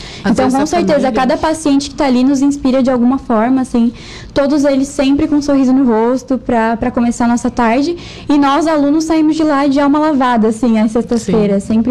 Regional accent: Turvo, Brazil; Fazendo jus à minha terra, eu sou do Turvo.

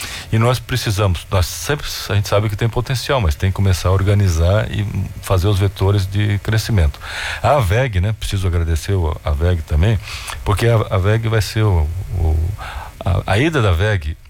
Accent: Guaramirim, Santa Catarina, Brazil; born there; eu costumo dizer que eu era o guaramirense, eu nasci em Guaramirim, né? Assim como sou do Fluminense, sou o guaramirense mais maluco pela cidade, digo sempre que é o melhor lugar do mundo, né? Sou um bairrista

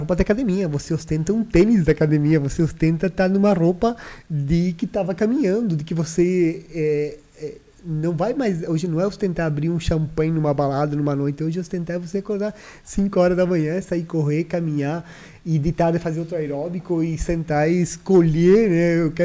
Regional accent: Dionísio, Minas Gerais, Brazil; moved away; Sou de Dionísio, né?

